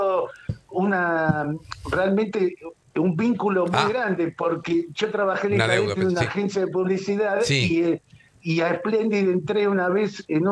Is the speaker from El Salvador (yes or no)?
no; Avellaneda, Buenos Aires Province, Argentina; moved away as an adult; now in San Fernando, Argentina; Me nací y me crié en Avellaneda.